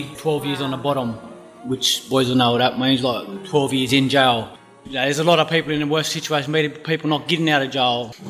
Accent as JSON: {"language": "English", "town": "Mount Druitt", "region": "New South Wales", "country": "Australia", "tie": "born or raised there", "said": "I grew up in Mount Druitt all my life."}